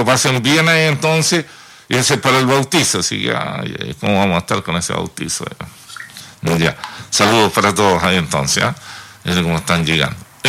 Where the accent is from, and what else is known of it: Chile